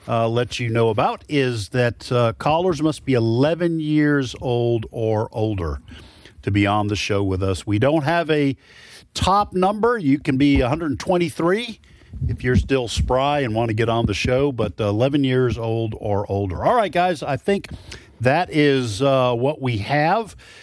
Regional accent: New Hampshire, United States; when I was growing up in New Hampshire, right next door

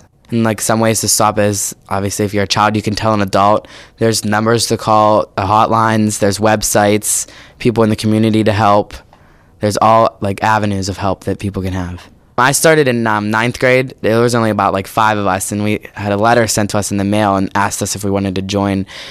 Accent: South Allegheny, Pennsylvania, United States; I'm from South Allegheny, and I'm in 11th grade.

